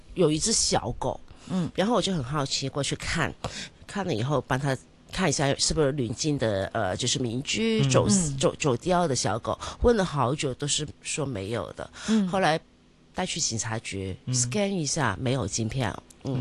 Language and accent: Chinese; Hong Kong; 但是大部分现在我们香港人很喜欢去的地方，很多都是免隔离了。